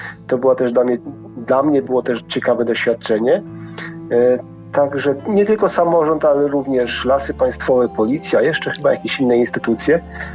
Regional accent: Świętokrzyskie Voivodeship, Poland; moved away; swojej miejscowości rodzinnej, pochodzę ze Świętokrzyskiego.

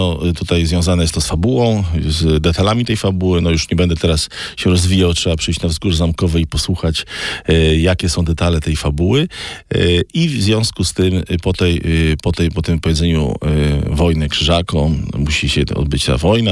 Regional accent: Sochaczew, Masovian Voivodeship, Poland; tutaj u nas w Sochaczewie

